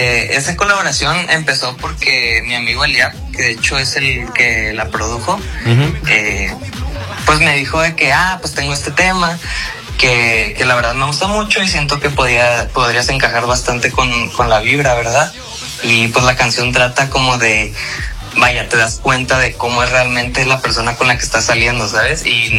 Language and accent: Spanish; Culiacán, Sinaloa, Mexico; soy de Culiacán